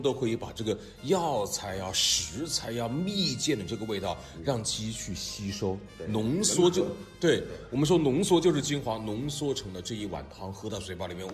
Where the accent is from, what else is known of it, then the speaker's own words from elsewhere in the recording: Changde, Hunan, China; 像我们是常德吃那个脖子菜一样